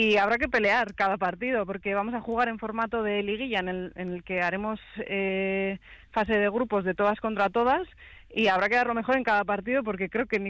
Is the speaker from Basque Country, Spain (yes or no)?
yes; Vitoria-Gasteiz, Basque Country, Spain; las que somos de Gasteiz también, de Araba